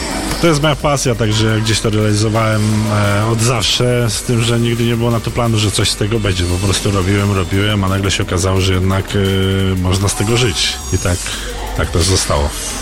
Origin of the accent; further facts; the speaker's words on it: Zawadzkie, Opole Voivodeship, Poland; now in Łącznik, Poland; Ja w ogóle kiedyś mieszkałem gdzie indziej, bo ja pochodzę z Zawadzkiego, a mieszkam tu w Łączniku tak, od 25 lat